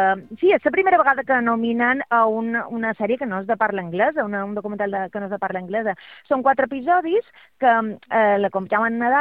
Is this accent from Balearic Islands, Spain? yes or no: yes; Manacor, Balearic Islands, Spain; avui, Rafa, us duc un documental sobre el meu veí del meu poble, que no és un veí normal, ha guanyat 22 grans slam